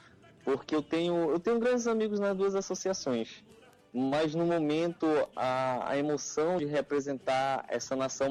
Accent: Benjamin Constant, Amazonas, Brazil; ser filho da terra, e ser benjaminense, e ser do Alto Solimões

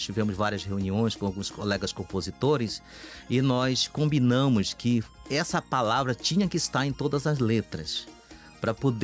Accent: Amazonas, Brazil

